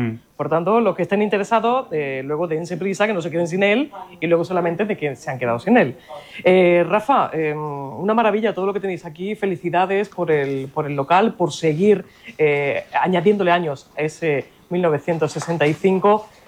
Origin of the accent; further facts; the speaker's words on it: Arjona, Andalusia, Spain; yo lo colgué en Arjona, mi pueblo